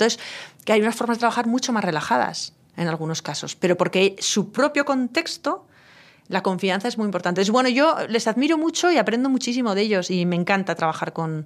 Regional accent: Spain; a los españoles nos cuesta entender

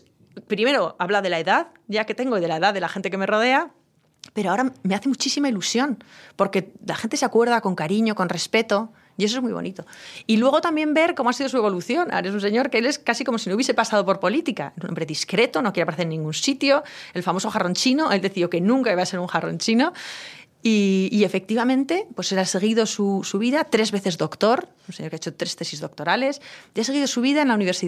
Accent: Pamplona, Navarre, Spain; Es curioso, porque yo tenía 18 años, y un sitio como Navarra, bueno, pues te condiciona mucho, te conoce todo el mundo, un sitio como Pamplona, ciudad pequeña, te conoce todo el mundo, la seguridad es un factor muy importante.

